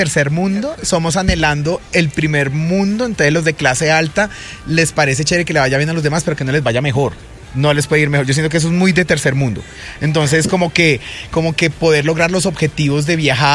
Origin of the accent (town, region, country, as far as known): Colombia